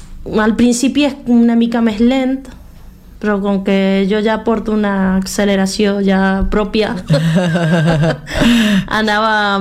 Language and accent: Catalan; Argentina; Catalan is a second language; moved away as an adult; now in Catalonia, Spain